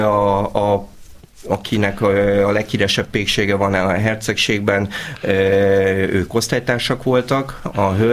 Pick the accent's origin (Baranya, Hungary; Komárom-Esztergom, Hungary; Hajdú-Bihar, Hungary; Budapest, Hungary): Budapest, Hungary; Egy csepeli srác vagyok